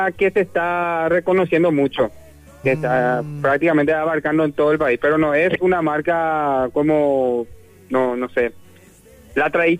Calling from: Ñemby, Central, Paraguay; Ahora mismo estoy por Ñemby. Soy de Ñemby en realidad. Ah. Hago reparto entre San Lorenzo y Ñemby, pero ahora estoy por Ñemby.

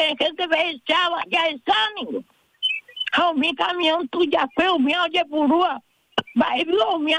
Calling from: Paraguay

